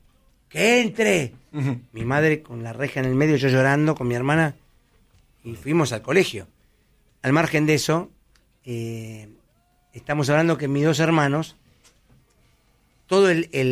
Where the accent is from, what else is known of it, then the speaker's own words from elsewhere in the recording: El Palomar, Buenos Aires Province, Argentina; Yo soy de Palomar.